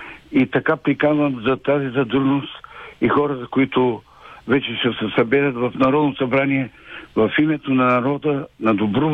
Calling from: Teteven, Lovech Province, Bulgaria; съм от Тетевен.

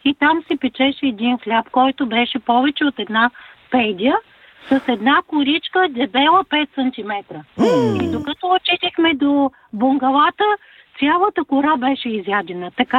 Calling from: Plovdiv, Plovdiv Province, Bulgaria; Здравейте … от Пловдив.

